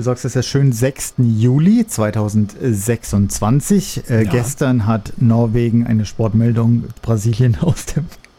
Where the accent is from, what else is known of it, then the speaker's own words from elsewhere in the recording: Saarland, Germany; moved away; aber seit dem 17. Mai dieses Jahres, 2026, sage ich jetzt, wenn mich jemand fragt, woher ich komme, sage ich, aus der Nähe von Elversberg.